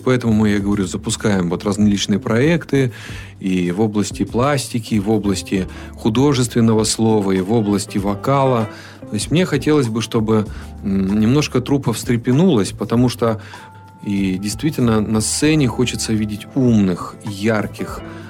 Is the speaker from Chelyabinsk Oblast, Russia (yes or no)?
yes; Chelyabinsk, Chelyabinsk Oblast, Russia; которой я горжусь, как любой челябинец.